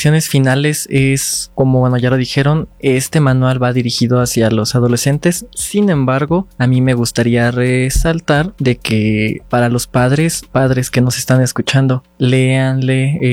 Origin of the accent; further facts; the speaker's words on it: Mexico; Si entre nosotros nos ayudamos como sociedad, vamos a crecer, como mexicanos vamos a crecer